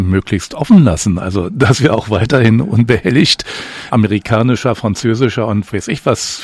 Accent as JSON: {"language": "German", "country": "Germany", "said": "Aber ich muss sie nicht auswendig können als Deutscher, oder?"}